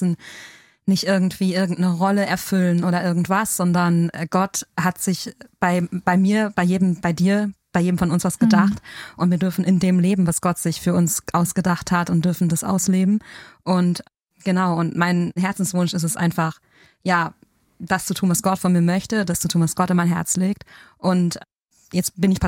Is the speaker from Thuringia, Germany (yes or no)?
no; North Rhine-Westphalia, Germany; born there; also born or lived in Hesse